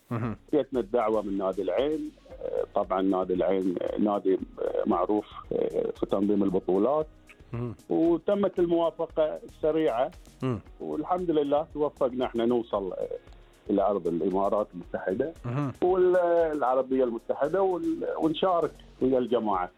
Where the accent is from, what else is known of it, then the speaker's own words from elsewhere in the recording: Bahrain; احنا كبحرينيين